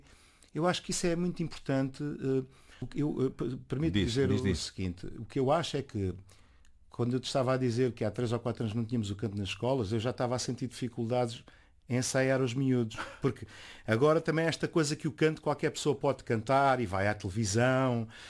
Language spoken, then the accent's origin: Portuguese; Alentejo, Portugal; o João Nunes, que é um excelente músico da minha terra, um guitarrista, professor no Conservatório Regional do Baixo Alentejo